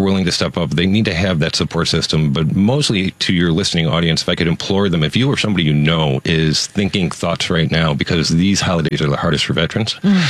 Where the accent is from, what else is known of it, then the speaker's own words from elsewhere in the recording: Crystal Lake, Illinois, United States; I am from Crystal Lake.